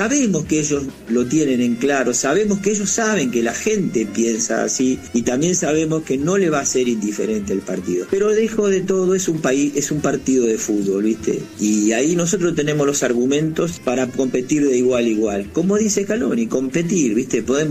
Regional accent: La Plata, Buenos Aires Province, Argentina; nosotros en el Centro de Excombatientes somos platenses

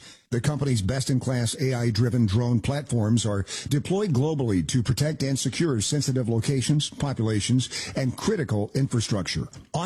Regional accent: Knoxville, Tennessee, United States; I grew up in Knoxville, Tennessee, and women's basketball was huge, and it is huge there.

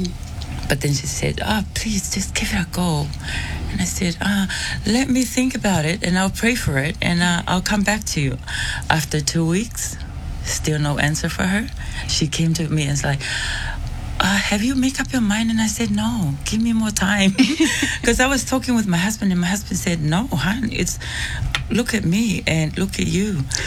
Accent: Tonga; moved away; you know how we grew up in Tonga.

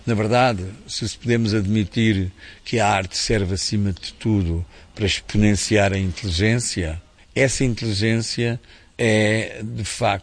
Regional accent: Lisbon, Portugal; born there; não nasci em África, nem na Patagónia, nem na Austrália, nasci em Lisboa, na Europa, no ocidente da Europa.

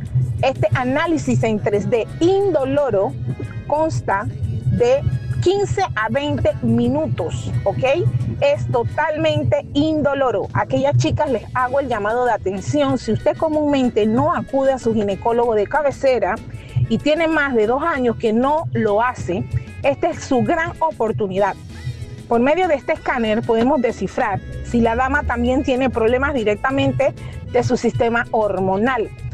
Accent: Panama; me siento muy contenta como panameña

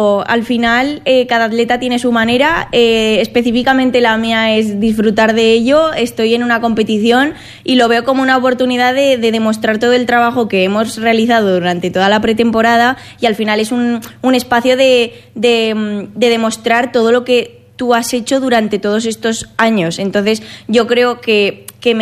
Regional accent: Gea de Albarracín, Aragon, Spain; saben que soy de GEA, así que lo digo en todos lados

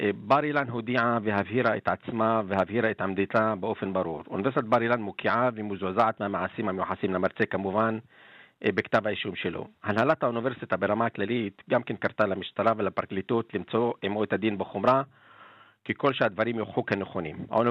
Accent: Northern District, Israel; moved away as an adult; במקור צפונאי, מערב אל-עלם של יד הגבול. אני כבר חיים ארוכים בבר אילן, אני גדלתי בבר אילן מאז גיל, בוא נגיד 20 ועד היום.

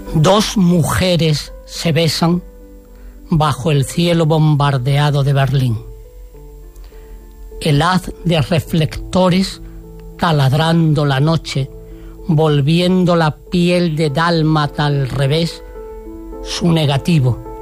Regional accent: Minas de Riotinto, Andalusia, Spain; now in Huelva, Spain; los mineros de mi pueblo, Río Tinto

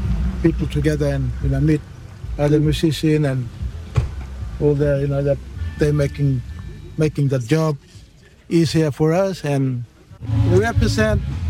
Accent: Northern Territory, Australia; We are the … we are come from Northeast Arnhem Land.

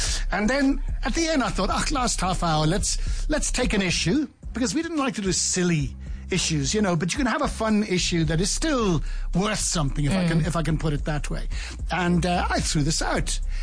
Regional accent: Ireland; moved away as an adult; now in South Africa; I was used to sort of growing up in Ireland and in bars where you had chats and arguments

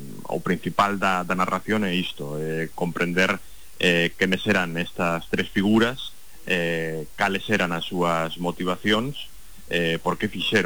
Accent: Barcelona, Catalonia, Spain; Galician is a second language; Eu veño de Barcelona.

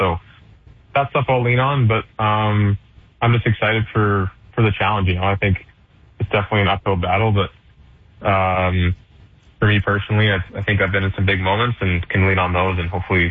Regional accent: Canada; obviously being Canadian

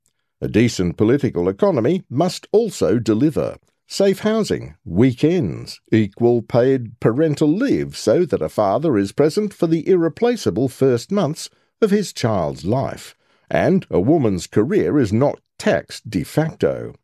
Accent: Stratford-upon-Avon, West Midlands, United Kingdom; moved away as an adult; now in London, United Kingdom; I grew up in Stratford-upon-Avon, but if you want to be a journalist in this country, you move to London.

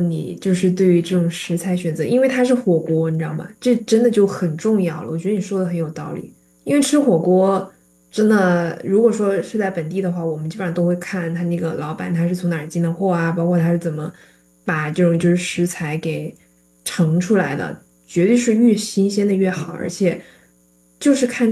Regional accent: Chongqing, China; now in Seattle, United States; 我是重庆人

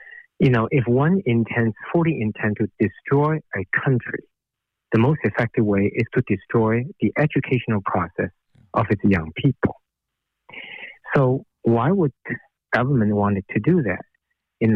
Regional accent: China; moved away; I grew up in China during the period called Cultural Revolution.

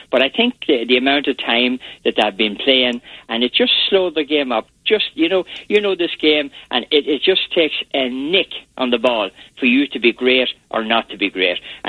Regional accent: Ireland; I'm Irish.

